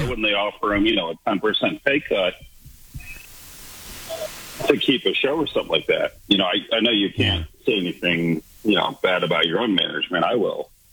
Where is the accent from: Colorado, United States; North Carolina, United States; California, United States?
Colorado, United States; Boulder; I grew up in Boulder, listen to KBCO, that's my dad's favorite station